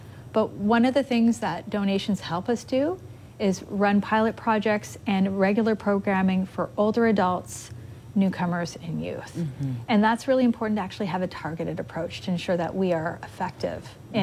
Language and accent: English; Ottawa, Ontario, Canada; Ottawa is my hometown, born and raised.